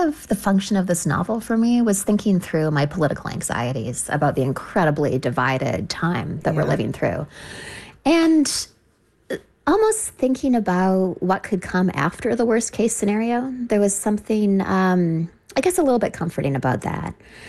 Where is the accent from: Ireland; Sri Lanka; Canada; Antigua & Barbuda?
Canada; now in New York City, United States; I'm from Canada originally. I've lived in New York City for most of my adult life.